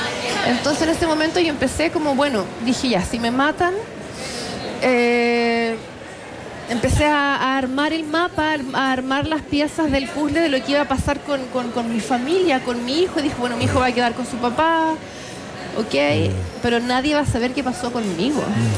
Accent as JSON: {"language": "Spanish", "country": "Chile", "moved": "yes", "said": "yo les explico que soy chilena."}